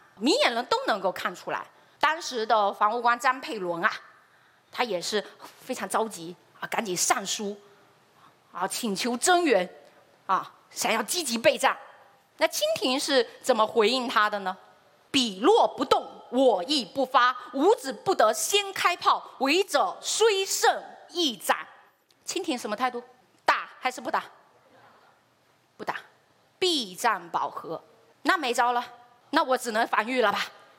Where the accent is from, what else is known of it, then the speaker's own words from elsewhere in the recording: Fujian, China; 我们闽人